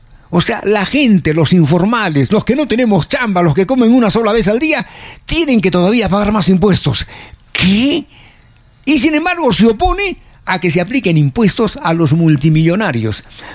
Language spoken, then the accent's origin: Spanish; Peru; ¿qué cosas somos los peruanos?